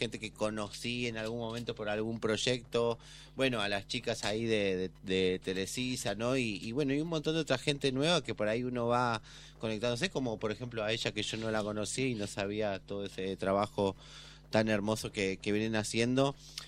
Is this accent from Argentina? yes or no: yes; Córdoba, Argentina; nosotros somos comechingones